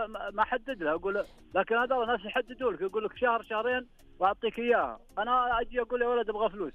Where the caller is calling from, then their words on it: Ranyah, Makkah Province, Saudi Arabia; من الرانية يا حبيبي.